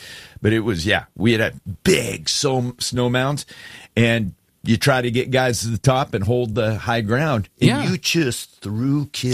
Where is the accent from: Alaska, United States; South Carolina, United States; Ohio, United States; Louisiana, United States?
Alaska, United States; also born or lived in Arizona; so I was raised in Alaska, and we played King of the Mountain, and it was brutal.